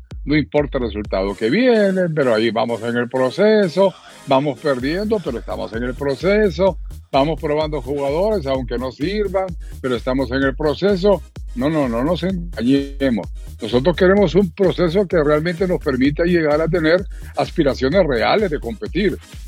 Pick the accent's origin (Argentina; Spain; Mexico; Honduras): Honduras